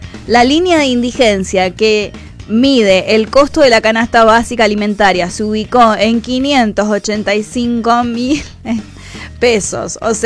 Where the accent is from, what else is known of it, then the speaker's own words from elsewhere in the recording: Argentina; Yo sé que somos argentinos